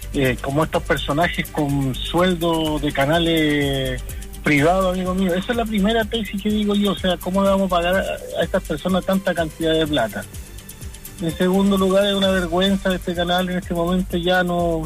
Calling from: Copiapó, Atacama, Chile; de Copiapó.

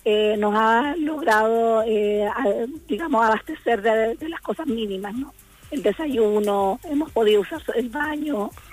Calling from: Copiapó, Atacama, Chile; yo soy de Copiapó.

